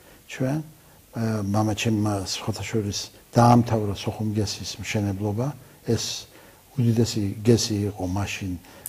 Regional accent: Tbilisi, Georgia; born there; also born or lived in Kutaisi / Sukhumi; აი ასე გავატარე პირველი წლები სკოლაშიდაც სოხუმში და შემდეგ უკვე მამაჩემი გადმოვიდა თბილისში ორტაჭალგესის მშენებლობის უფროსად და მთელი ოჯახი გადმოვიდა.

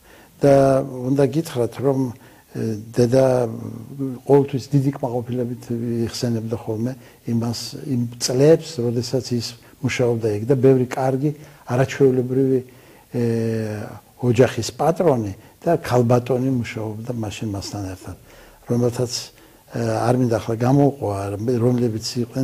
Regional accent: Tbilisi, Georgia; born there; also born or lived in Kutaisi / Sukhumi; აი ასე გავატარე პირველი წლები სკოლაშიდაც სოხუმში და შემდეგ უკვე მამაჩემი გადმოვიდა თბილისში ორტაჭალგესის მშენებლობის უფროსად და მთელი ოჯახი გადმოვიდა.

